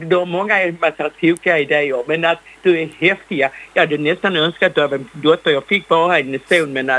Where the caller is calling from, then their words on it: Malmö, Skåne, Sweden; Här är det … på Jägersrovägen.